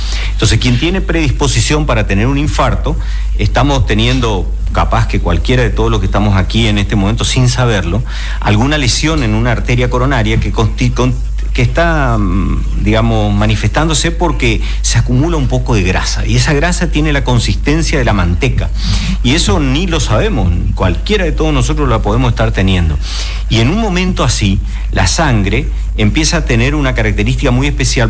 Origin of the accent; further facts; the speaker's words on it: Argentina; nos llaman como argentinos